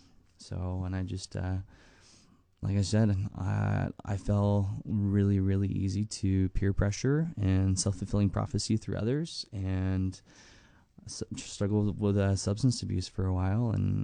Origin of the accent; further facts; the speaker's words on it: Twin Falls, Idaho, United States; Yeah, so I was born and raised in the Magic Valley, Twin Falls, Idaho, Jerome, Hanson. And from about ages of, you know, being born to about seven, we were in the Southern Baptist Church.